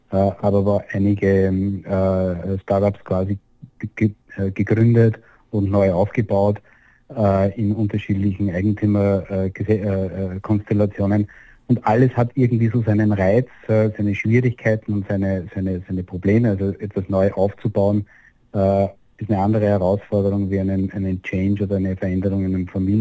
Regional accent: Lower Austria, Austria; Ich bin im Waldviertel aufgewachsen, in der Tischlerei groß geworden.

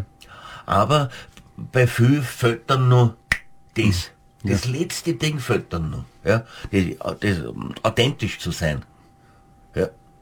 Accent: St. Pölten, Lower Austria, Austria; born or raised there

